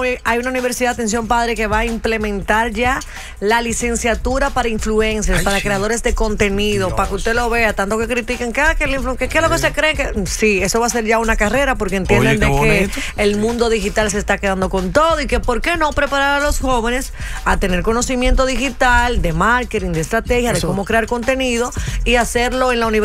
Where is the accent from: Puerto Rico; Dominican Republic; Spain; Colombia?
Dominican Republic; Licey al Medio, Santiago; moved away; yo soy de Licey Medio. Orgullosamente de Uberal. Ahí vivía en la Chiva, ahí en la Alba.